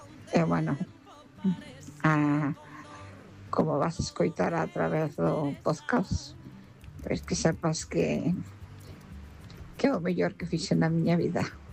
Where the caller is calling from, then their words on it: A Pobra, Galicia, Spain; Hola, boas noites a toda a familia de Pensando en Ti. … da Pobra.